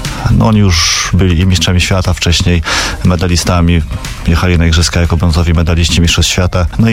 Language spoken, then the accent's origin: Polish; Toruń, Kuyavian-Pomeranian Voivodeship, Poland; Ja wychowałem się na Skarpie. Chodziłem do szkoły podstawowej numer 32.